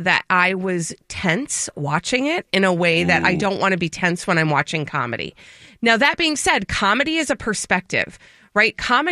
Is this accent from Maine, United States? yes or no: no; Minnesota, United States; I am a Minnesotan